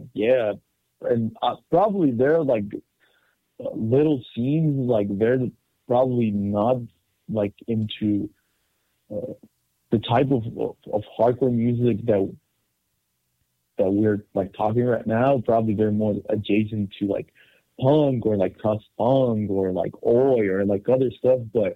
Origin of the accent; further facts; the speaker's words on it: Tijuana, Baja California, Mexico; Yep, and I was born in Tijuana as well. Born and raised, lived all my life in here.